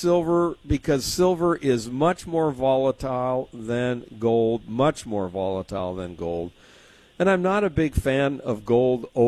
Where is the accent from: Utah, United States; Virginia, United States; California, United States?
California, United States; San Diego; Anyways, I've been on a lot of harbor cruises growing up in San Diego, obviously.